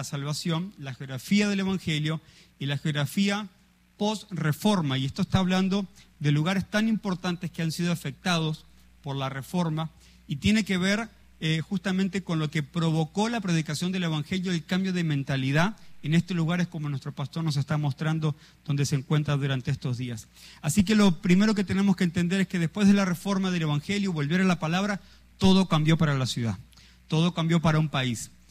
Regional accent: Colombia; como país, como colombianos.

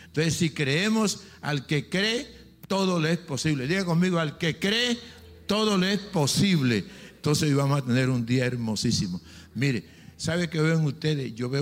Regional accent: Planeta Rica, Córdoba, Colombia; born there; bendigo, Señor, la ciudad de Planeta Rica, la tierra que me vio nacer

